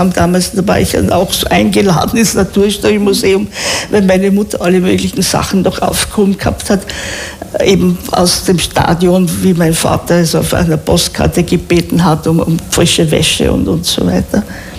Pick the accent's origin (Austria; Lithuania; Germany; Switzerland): Austria; Vienna; born there; meine Mutter war Deutsche und damals meine Eltern noch nicht verheiratet. Also in Wien zwar geboren, aber als deutsche Staatsbürgerin.